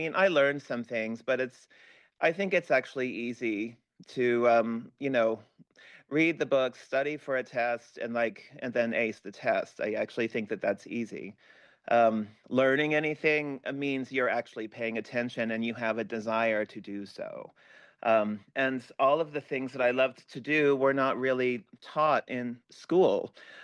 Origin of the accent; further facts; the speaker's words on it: Texas, United States; also born or lived in Idaho / Colorado; I went to public school, the American public school system, growing up in Texas and Idaho and Colorado.